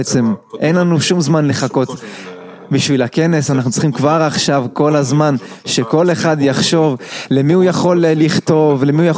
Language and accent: Hebrew; Kyiv, Ukraine